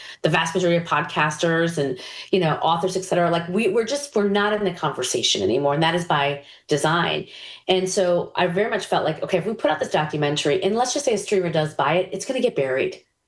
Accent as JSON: {"language": "English", "region": "New York", "country": "United States", "said": "I'm a New Yorker."}